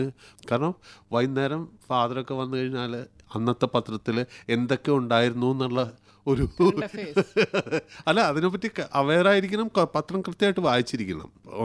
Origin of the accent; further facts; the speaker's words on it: Kochi, Kerala, India; എറണാകുളത്തെ കലൂരാണ് ഞാൻ ജനിച്ചതും വളർന്നതും എല്ലാം. കലൂരല്ല അന്ന് കേരളത്തിലെ ഏതു ഗ്രാമം പോലെ തന്നെ ആയിരുന്നു.